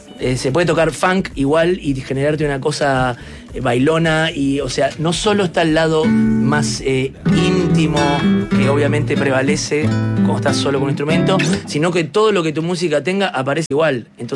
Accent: Uruguay; uruguayos somos pocos, pero estamos en todas partes y medio nos conocemos todos.

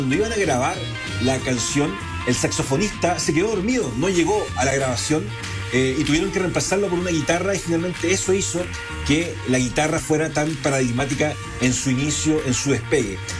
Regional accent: Chile; Y de nuestra sociedad como chilenos.

